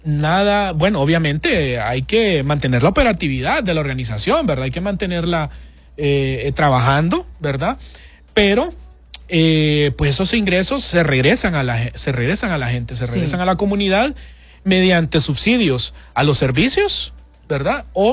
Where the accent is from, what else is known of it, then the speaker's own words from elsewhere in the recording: Tegucigalpa, Francisco Morazán, Honduras; Los que somos de Tegucigalpa